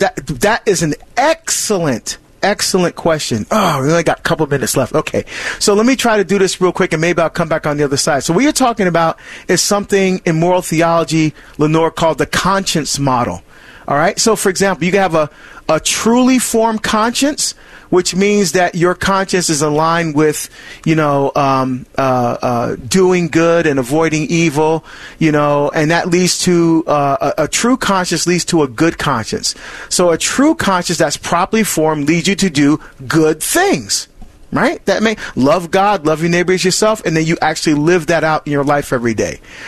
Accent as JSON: {"language": "English", "country": "Barbados", "said": "That my mom, we're from Barbados, and my mom used to make that, and oh, I just loved it."}